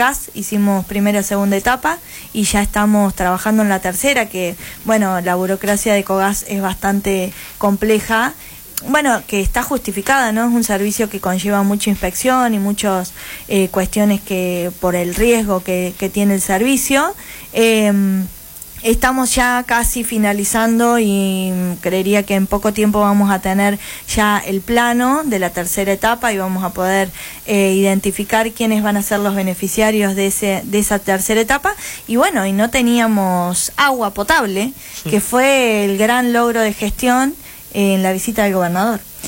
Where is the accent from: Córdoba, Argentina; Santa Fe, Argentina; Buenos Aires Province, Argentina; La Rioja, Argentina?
Córdoba, Argentina; Buchardo; nosotros que los que somos de Buchardo